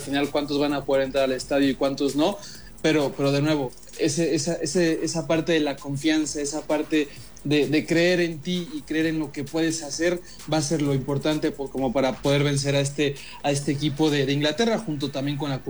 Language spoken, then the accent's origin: Spanish; Mexico; como mexicanos, estamos volando alto